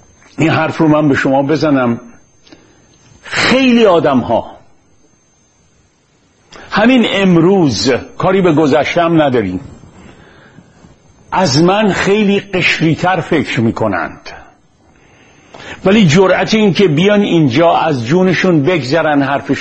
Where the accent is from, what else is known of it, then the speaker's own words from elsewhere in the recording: Iran; ما ایرونیا